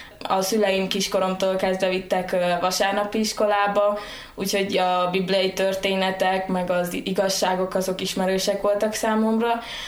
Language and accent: Hungarian; Szilágyballa, Sălaj, Romania; moved away as an adult; now in Cluj-Napoca, Romania; Hát én Szilágyságból származom, Zila mellett egy faluból, Szilágyballáról. Nagy családban születtem, haton vagyunk testvérek, és most elsőéves egyetemista vagyok itt Kolozsváron, az Orvosi Egyetemen.